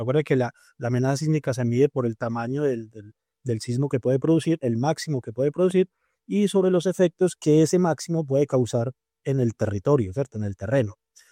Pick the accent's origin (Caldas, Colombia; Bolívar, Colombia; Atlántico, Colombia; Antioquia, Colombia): Caldas, Colombia; Manizales; Yo, como conocen en mi hoja de vida, vengo de la ciudad de Manizales